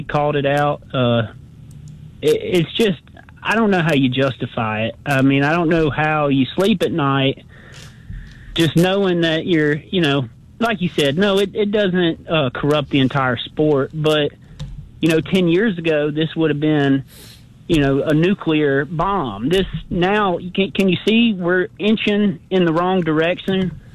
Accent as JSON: {"language": "English", "region": "the South", "country": "United States", "tie": "born or raised there", "said": "I'm cold natured. You know, I'm born and bred in the South."}